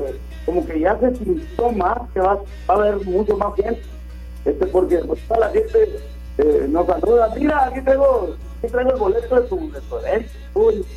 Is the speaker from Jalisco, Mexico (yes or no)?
no; Ciudad Obregón, Sonora, Mexico; nos sentimos como anfitriones recibiendo a nuestra casa, a nuestro Ciudad Obregón querido.